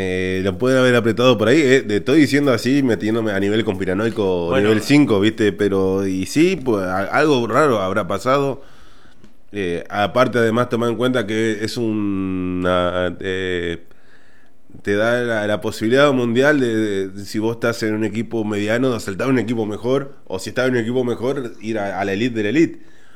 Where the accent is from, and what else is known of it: Argentina